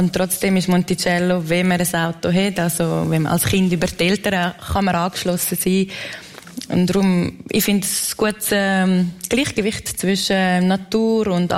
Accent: Graubünden, Switzerland; Meine Eltern sind aus der deutschsprachigen Schweiz. Ich bin in Misox aufgewachsen, die Zweisprachigkeit, die zwei Mentalitäten, das ist immer sehr präsent gewesen und ist es jetzt auch noch.

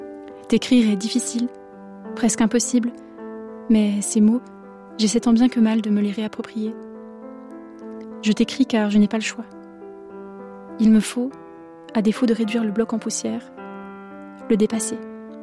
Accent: Romandy, Switzerland; et aussi en tant que Suisse, que Suisse romande.

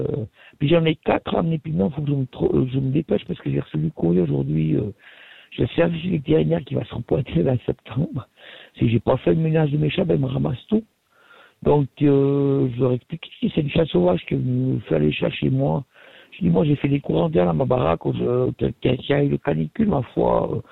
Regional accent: Valais, Switzerland; Parce que j'ai des emmerdes, je suis du Valais, j'ai des flics au cul parce que je me promène à pieds nus

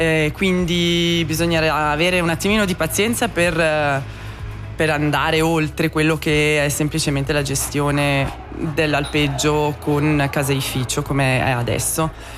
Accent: Val Calanca, Graubünden, Switzerland; also born or lived in French-speaking Switzerland; io sono tornata, sono cresciuta in Val Calanca, sì. Ma sono tornata poi nel 2012, ero partita per 10 anni in Svizzera francese

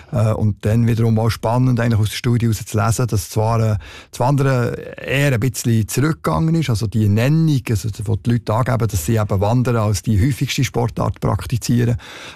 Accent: Switzerland; Und bei uns in der Schweiz geht es, mit Ausnahme vom Gipfel, geht es immer weiter.

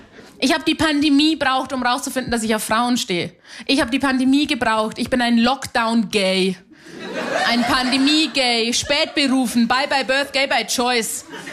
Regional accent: Bavaria, Germany; weil ich bin aus Hanusdorf bei Simbach bei London. Da ist er, da gibt's sowas nicht.

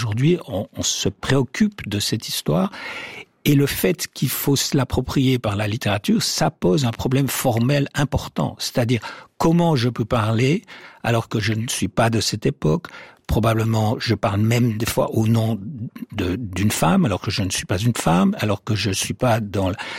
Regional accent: Switzerland

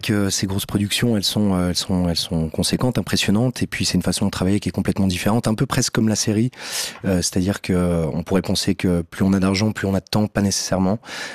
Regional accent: Switzerland; en tant que Suisse

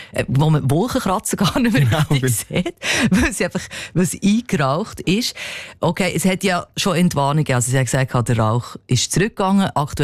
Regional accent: Switzerland; Aber da können wir ja jetzt eben noch ein Lied davon singen bei uns in der Schweiz.

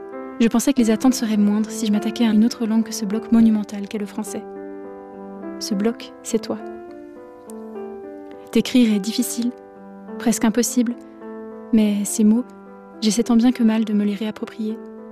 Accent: Romandy, Switzerland; en tant que Suisse, que Suisse romande.

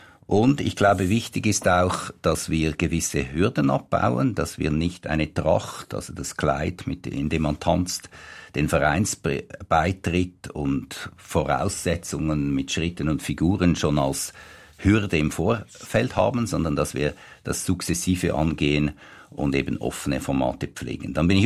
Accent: Switzerland; Wachsen wir ja als Bevölkerung, als Schweizer Bevölkerung fast nicht mehr.

